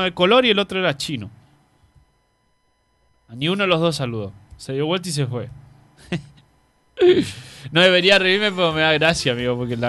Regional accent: Argentina; Somos mestizos los argentinos.

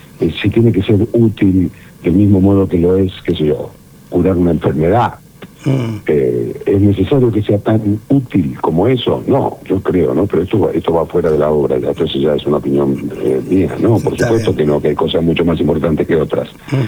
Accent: Rosario, Santa Fe, Argentina; yo soy rosarino, estrenado en Rosario

